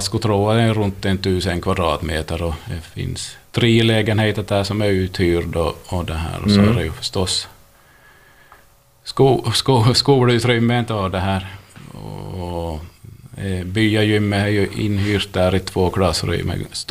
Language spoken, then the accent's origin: Swedish; Pensala, Ostrobothnia, Finland; jag är nog infödd Pensalbo